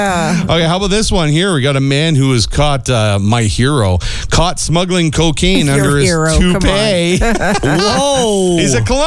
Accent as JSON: {"language": "English", "country": "Canada", "said": "going to distance myself from being Canadian just for a moment here."}